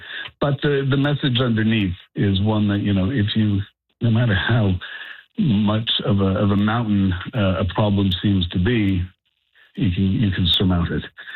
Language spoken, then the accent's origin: English; Kentville, Nova Scotia, Canada; But I'm from Kentville, and it was starting to get a little onerous to be traveling back and forth